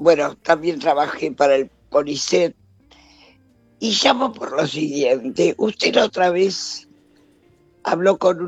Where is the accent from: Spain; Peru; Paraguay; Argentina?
Argentina; Martínez, Buenos Aires Province; De Martínez, de Capital.